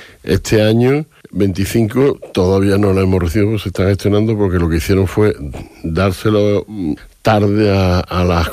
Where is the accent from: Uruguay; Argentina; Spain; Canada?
Spain; Huelva, Andalusia; Y después una película de chavales en Huelva, mi tierra, yo creo que puede estar interesante.